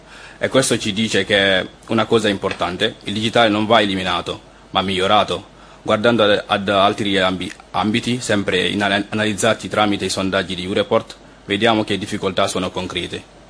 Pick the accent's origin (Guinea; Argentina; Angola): Guinea; now in Italy; vengo dalla Guinea Conakry. Vivo in Italia da quasi 4 anni ormai.